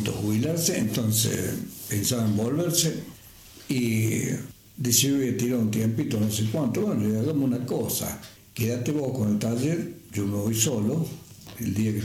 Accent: Río Cuarto, Córdoba, Argentina; born there; also born or lived in Las Higueras; now in Alpa Corral, Argentina; Nacido en Río Cuarto y radicado en Río Cuarto, pero mis padres tenían quinta en Higuera.

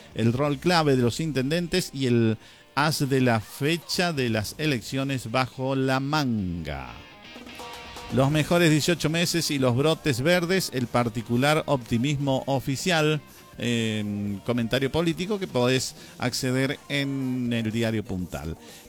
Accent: Argentina; como buenos argentinos que somos

